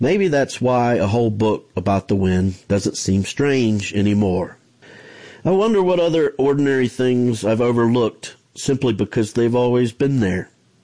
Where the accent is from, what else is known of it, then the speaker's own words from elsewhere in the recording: Goodwell, Oklahoma, United States; from Goodwell, Oklahoma